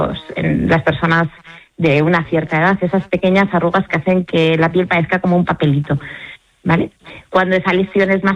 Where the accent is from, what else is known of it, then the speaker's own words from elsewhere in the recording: Spain; que somos españoles. Entonces la mañana pues empieza tarde para nosotros